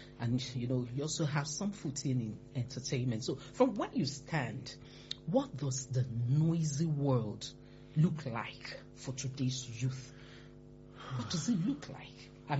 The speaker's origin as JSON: {"language": "English", "region": "Lagos", "country": "Nigeria", "tie": "born or raised there", "said": "I grew up in Mushin in Lagos. And, you know, I grew up actually right opposite … Shrine when I was less than 10."}